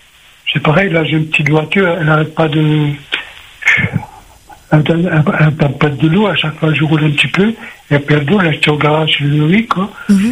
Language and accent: French; Réunion, France; born there; Oui, je suis né à La Réunion, je suis né à la rue Victor le Vigoureux.